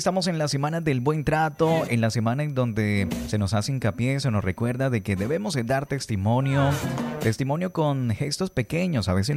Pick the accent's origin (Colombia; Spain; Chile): Colombia; por nuestra patria amada de Colombia